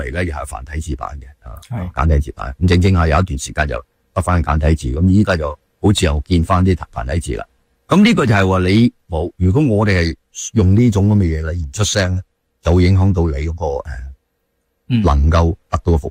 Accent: Hong Kong; now in Canada; 我哋香港人

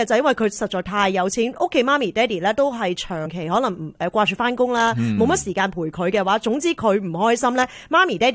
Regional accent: China; 尤其是你知我哋中國人

